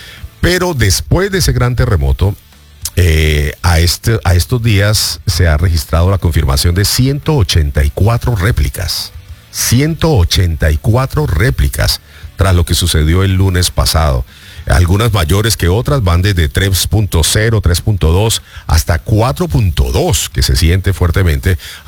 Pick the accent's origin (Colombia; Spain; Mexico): Colombia; yo soy colombiano y tengo que ayudar.